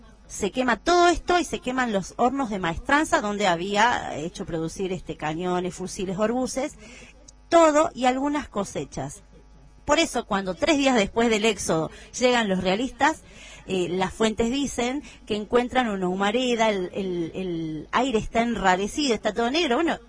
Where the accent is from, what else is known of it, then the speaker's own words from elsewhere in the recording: Jujuy, Argentina; Y los descendientes somos todos los jujeños.